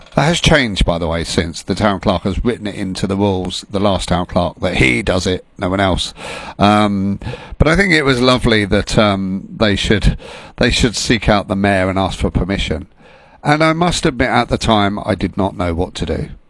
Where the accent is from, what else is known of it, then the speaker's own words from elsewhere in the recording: Huntingdon, East of England, United Kingdom; born and raised in Huntingdon